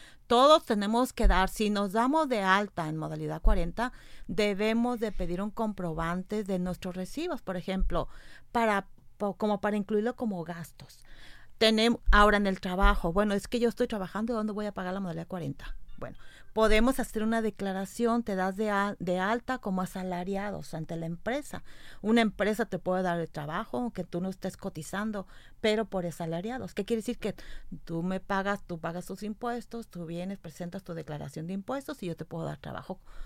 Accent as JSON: {"language": "Spanish", "region": "Jalisco", "country": "Mexico", "said": "Yo soy de Jalisco."}